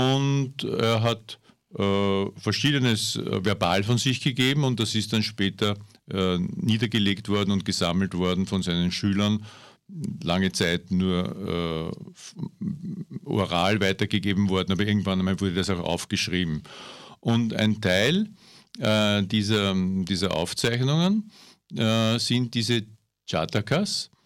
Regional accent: Vienna, Austria; now in Upper Austria, Austria; Mitte der 80er Jahre habe ich noch in Wien gewohnt, ich bin Wiener und habe dort recht intensiv die Zen-Praxis praktiziert. Bin dann nach Oberösterreich gekommen aus beruflichen Gründen

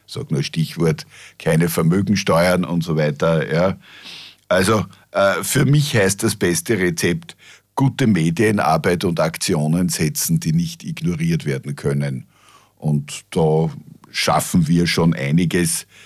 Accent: Austria; Da sind wir Österreicher geschichtsbedingt um einiges noch schlamp

